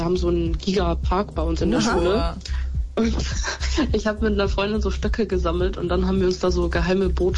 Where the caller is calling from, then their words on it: Bavaria, Germany; Ich komme nicht aus München, ich komme aus Nähe München.